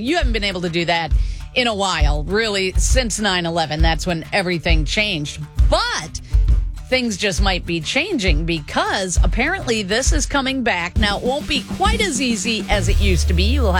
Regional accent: Minnesota, United States; moved away; I flew back to my home state of Minnesota

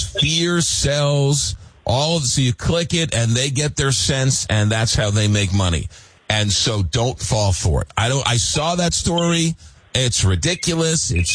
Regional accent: New York, United States; I grew up in New York as a Met fan

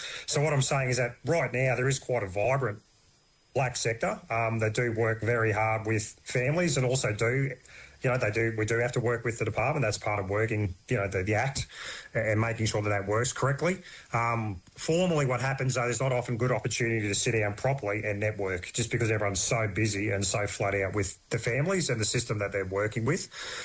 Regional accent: Hervey Bay, Queensland, Australia; also born or lived in Eidsvold; I was born in Idesvold, but we consider Harvey Bay home. That's where the family ended up settling way back in the 1920s, I think it was.

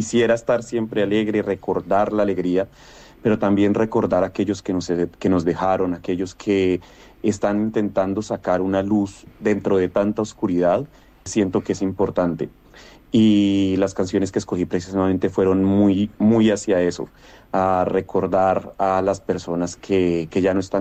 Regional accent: Colombia; para tener un control de parte de nosotros como colombianos y pues de la Asociación de Colombianos

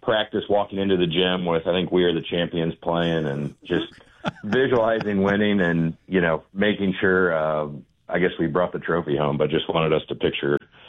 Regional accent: Springfield, Illinois, United States; I mean, ever since, you know, growing up in Springfield, you want to go play for SHG, put on the gold helmet, you get there.

